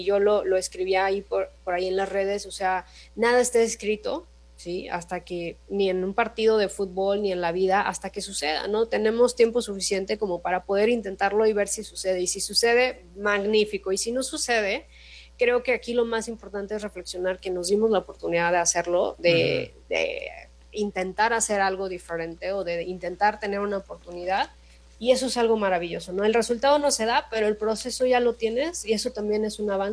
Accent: Mexico; como mexicanos no nos derrumbamos tanto al 100%

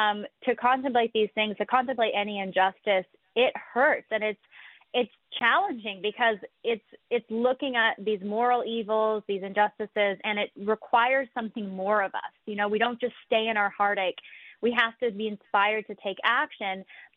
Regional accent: San Jose, California, United States; where I grew up in San Jose, California

